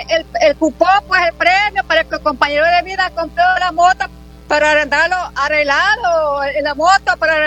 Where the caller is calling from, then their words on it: Sociedad, Morazán, El Salvador; de Cantón El Bejucal de Morazán, de Sociedad.